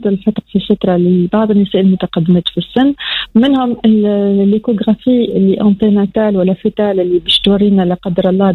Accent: Tunisia; ربي يحفظ لنا بلادنا تونس

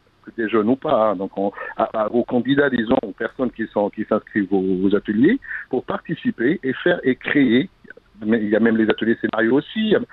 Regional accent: Le Kef, Kef Governorate, Tunisia; Parce que le KEF, je suis KEFois tout d'abord, donc du coup c'est ma ville natale.

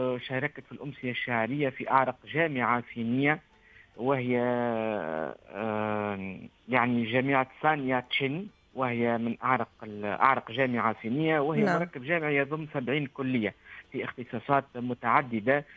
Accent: Tunisia; في الحقيقة نحن من تونس

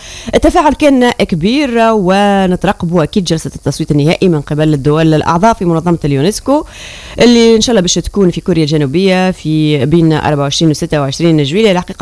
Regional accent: Tunisia

